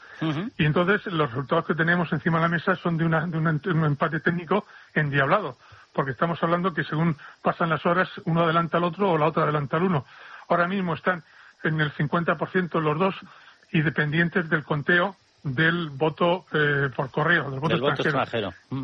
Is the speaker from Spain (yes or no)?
yes; Spain; A ti y a mí, que somos españoles, nos cuesta trabajo seguir la trama endiablada de esta corrupción enorme.